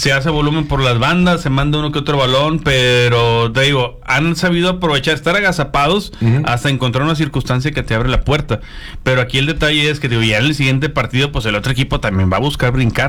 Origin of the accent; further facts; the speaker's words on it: Mexico; como somos los mexicanos